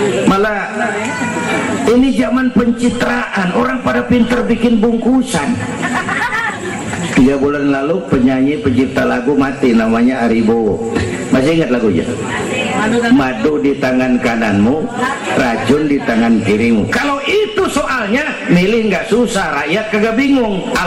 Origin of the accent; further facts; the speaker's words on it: Petamburan, Jakarta, Indonesia; Tahun 50-an kita orang Petamburan kalau pergi haji ke Mekah 6 bulan.